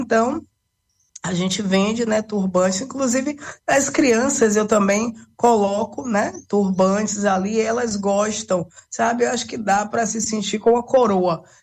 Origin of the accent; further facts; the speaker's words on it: Madalena, Ceará, Brazil; Então, eu venho de Madalena, filha de Dona Estelita, que era costureira